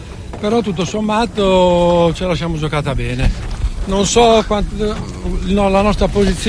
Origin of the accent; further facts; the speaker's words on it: Liguria, Italy; Io sono ligure.